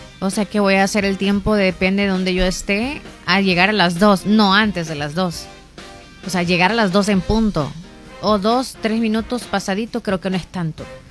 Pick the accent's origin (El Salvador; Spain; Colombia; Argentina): El Salvador; No, como costumbre salvadoreño